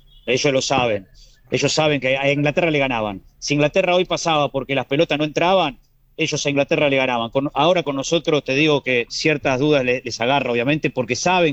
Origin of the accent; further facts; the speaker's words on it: Argentina; Y nosotros somos Argentina, nosotros somos el campeón del mundo